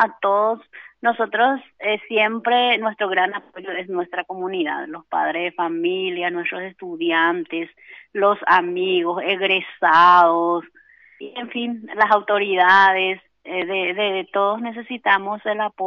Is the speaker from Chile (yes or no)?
no; Paraguay; nuestras costumbres, nuestro folclore, nuestra identidad como paraguayos.